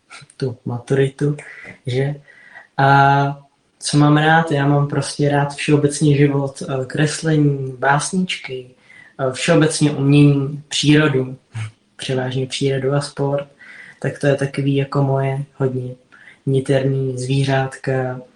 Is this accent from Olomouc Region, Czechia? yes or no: no; České Budějovice, South Bohemian Region, Czechia; Tak já jsem z Českých Budějovic.